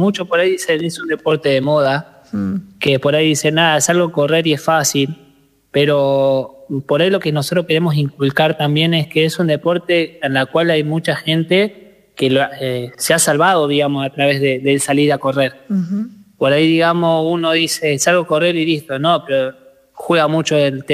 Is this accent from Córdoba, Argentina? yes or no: yes; Córdoba, Argentina; bueno, yo soy de Córdoba, está Mikey de Salta, está Rodrigo de Córdoba también